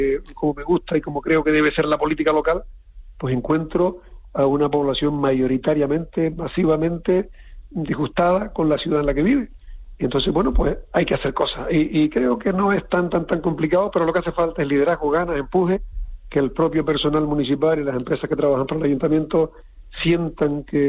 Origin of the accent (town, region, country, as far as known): Canary Islands, Spain